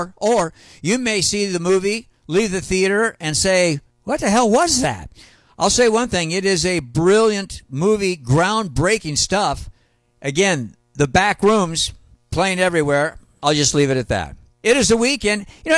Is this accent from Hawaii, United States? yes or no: yes; Hawaii, United States; I'm from Hawaii.